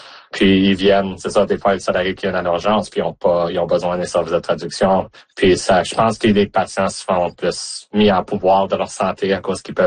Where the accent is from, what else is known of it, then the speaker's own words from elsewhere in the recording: Mont-Laurier, Quebec, Canada; now in Alberta, Canada; Originalement, je viens du Québec, de Mont-Laurier. Puis, on a déménagé, moi et ma famille, en 2006. Puis, ça va faire, ça bientôt 20 ans que je suis en Alberta.